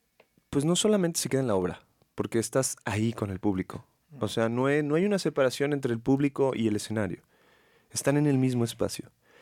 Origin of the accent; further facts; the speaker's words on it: Zacatecas, Mexico; Todos somos de Zacatecas.